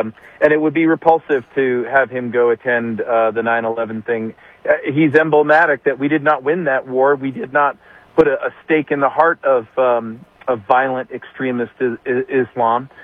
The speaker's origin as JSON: {"language": "English", "region": "Southern United States", "country": "United States", "said": "to placate Southerners, I'm a Southerner."}